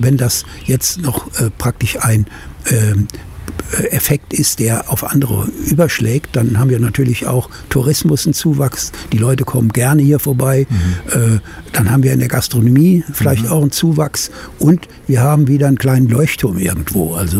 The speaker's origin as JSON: {"language": "German", "town": "Bacharach", "region": "Rhineland-Palatinate", "country": "Germany", "tie": "born there", "said": "Ich habe das anfangs erwähnt, gebürtig in Bacharach am Rhein, Mittelrhein, typisches Rieslinggebiet."}